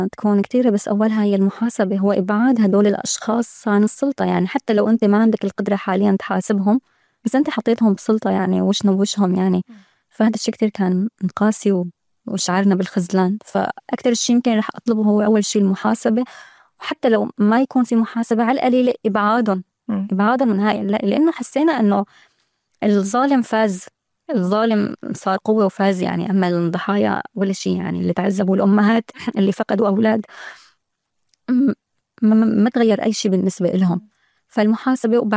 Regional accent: Syria; moved away; يمكن يعني أنا طلعت من سوريا، عم بدرس، عم بشتغل، أهلي حدي

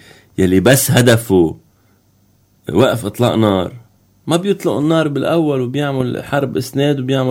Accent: Lebanon; بتخلينا كلبنانيين نعيش

